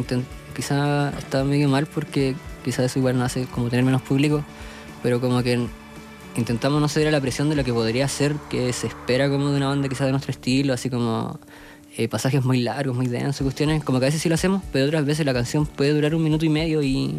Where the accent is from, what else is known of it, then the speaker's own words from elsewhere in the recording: Andacollo, Coquimbo, Chile; Somos de Andacollo, los dos.